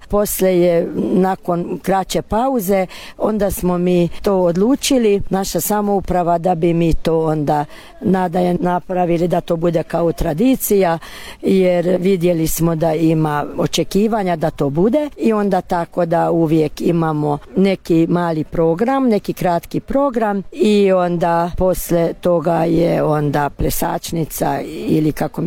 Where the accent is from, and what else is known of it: Harkány, Baranya, Hungary